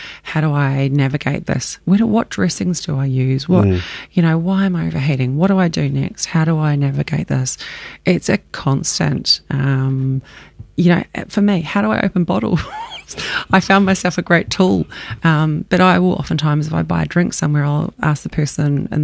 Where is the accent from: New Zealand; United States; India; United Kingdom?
New Zealand; now in Australia; New Zealand, I'm a Kiwi, you can probably tell.